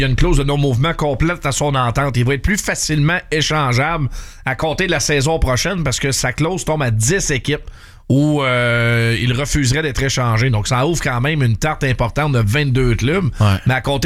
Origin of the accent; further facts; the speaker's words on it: Victoriaville, Quebec, Canada; Moi, je me souviens, j'ai grandi à Victoriaville, puis on avait...